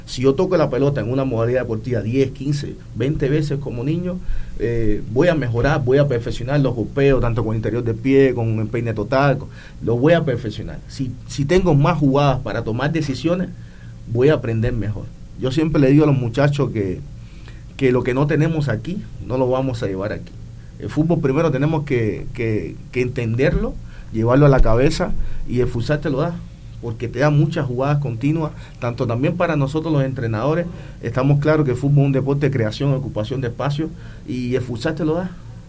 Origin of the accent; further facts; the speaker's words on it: Cuba; now in Tuxpan, Mexico; soy cubano, llevo viviendo aquí en Nayarit alrededor de 2 años